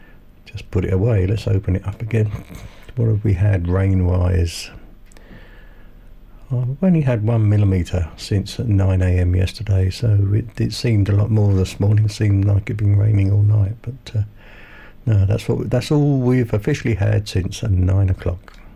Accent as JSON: {"language": "English", "town": "Maidstone", "region": "South East England", "country": "United Kingdom", "tie": "born or raised there", "moved": "yes", "said": "my hometown of Maidstone back in Kent in the UK."}